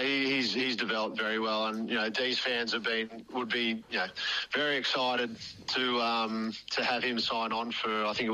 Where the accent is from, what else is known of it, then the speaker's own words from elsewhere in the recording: Albury, New South Wales, Australia; Growing up in the country, I grew up in Albury